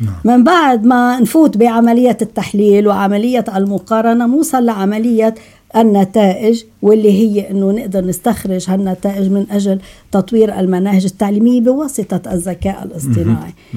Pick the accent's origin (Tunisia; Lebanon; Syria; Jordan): Lebanon; بلبنان عندنا